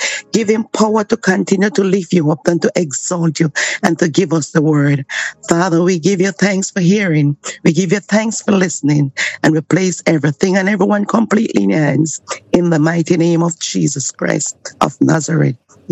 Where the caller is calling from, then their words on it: Hanover, Jamaica; I'm from Jamaica in Hanover.